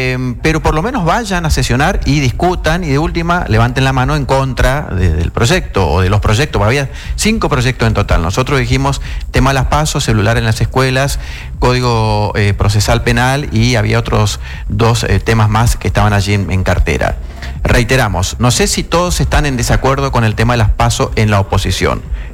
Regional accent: Chaco, Argentina; nosotros también somos chaqueños

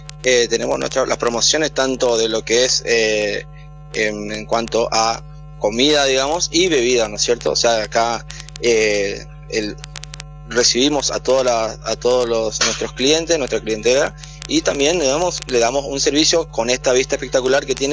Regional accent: Argentina

